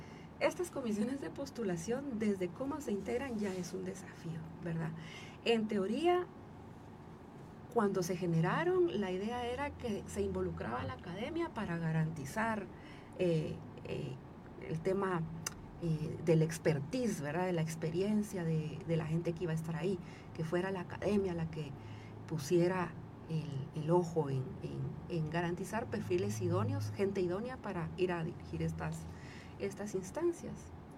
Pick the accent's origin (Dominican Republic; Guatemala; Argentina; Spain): Guatemala; nosotras como guatemaltecas no vamos y votamos como si íbamos a hacer ya el otro año